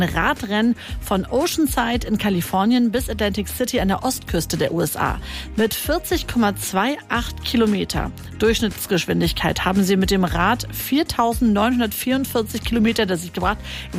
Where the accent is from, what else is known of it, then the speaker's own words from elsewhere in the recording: Schleswig-Holstein, Germany; Aber wenn jemand Rekorde einfährt, dann sind wir Schleswig-Holsteiner natürlich genau das zu Höchstleistungen zu fähig.